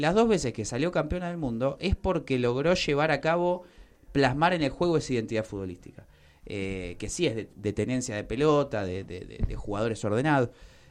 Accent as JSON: {"language": "Spanish", "country": "Argentina", "said": "somos argentinos"}